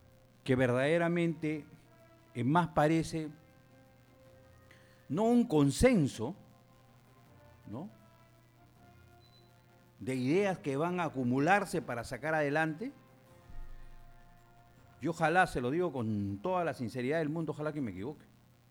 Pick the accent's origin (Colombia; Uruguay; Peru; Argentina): Peru; Yo estoy por el Perú, como cualquier peruano. Quiero que le vaya bien a mi patria